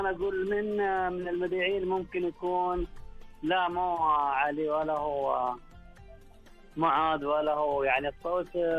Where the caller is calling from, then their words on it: Medina, Medina Province, Saudi Arabia; أكلمكم من ضواحي المدينة